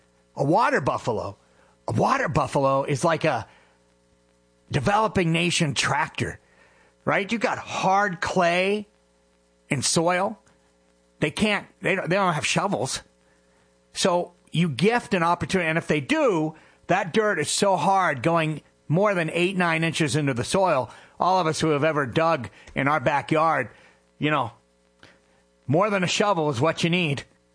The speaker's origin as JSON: {"language": "English", "region": "New Hampshire", "country": "United States", "tie": "born or raised there"}